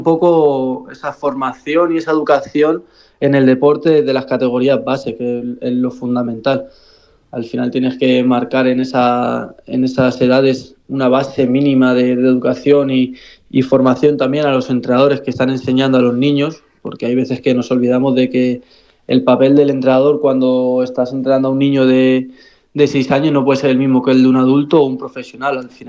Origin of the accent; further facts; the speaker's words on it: Garciotum, Castilla-La Mancha, Spain; Al final son pueblos muy pequeñitos. Él es de Cardiel y yo soy de Garciotú. Y son pueblos hermanos prácticamente.